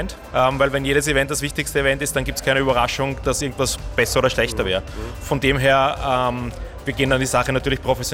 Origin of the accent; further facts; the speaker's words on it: Vienna, Austria; gerade als Wiener und als Österreicher ist man halt einfach stolz